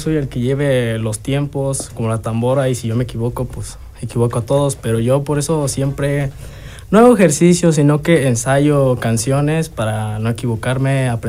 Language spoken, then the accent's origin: Spanish; Acatlán, Mexico; De aquí de Acatlán.